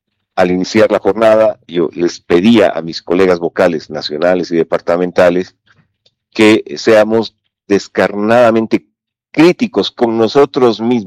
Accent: Bolivia

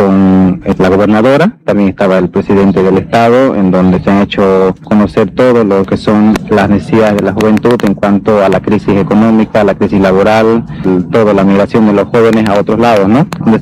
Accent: Villamontes, Tarija, Bolivia; en este caso yo soy de Villamonte y del pueblo guaraní

